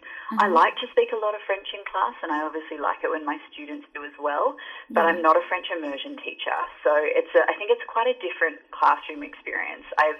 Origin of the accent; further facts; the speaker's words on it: Australia; moved away as an adult; So I grew up in Australia. I just moved here last year, actually. I grew up in a beach town in Australia near the coast and grew up surfing and doing lots of outdoors activities.